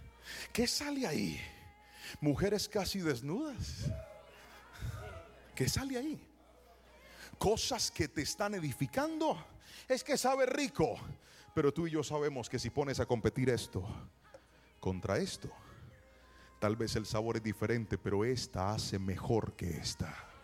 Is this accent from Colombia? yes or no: yes; Cali, Valle del Cauca, Colombia; ¿Para qué trajeron a este caleño?